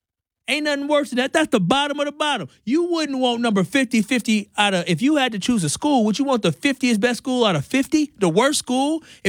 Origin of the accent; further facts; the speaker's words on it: Milwaukee, Wisconsin, United States; I went to Whitefish Bay, born and raised in Milwaukee, but I was a 220 kid.